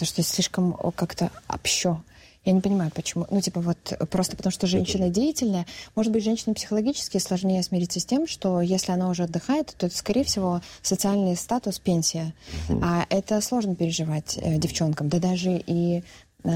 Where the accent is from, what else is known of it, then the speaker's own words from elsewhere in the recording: Minsk, Belarus; now in Moscow, Russia; Я минчанка, прям минчанка.